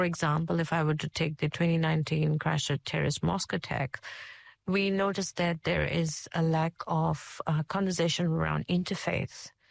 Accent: India; now in New Zealand; And for me, when I came from India back in 2007, I think I came from one of the biggest and the busiest cities

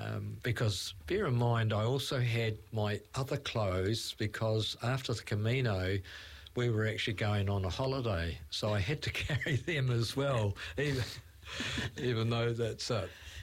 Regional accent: New Zealand; no, I can do this, I'm a Kiwi, and it'll be fine

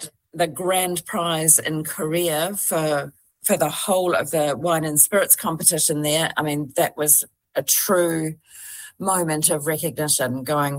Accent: New Plymouth, Taranaki, New Zealand; So there's a bit of a focus on New Plymouth. It's where both Dave and I grew up.

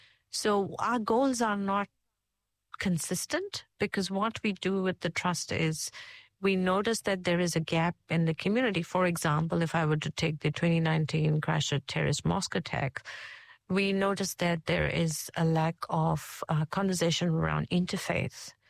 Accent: India; now in New Zealand; And when I came from India back in 2007, I think I came from one of the biggest and the busiest cities

